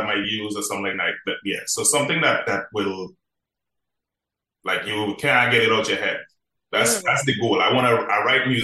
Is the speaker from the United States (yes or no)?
no; Marbella, Andalusia, Spain; But growing up in Marbella, I wasn't really into the music like that.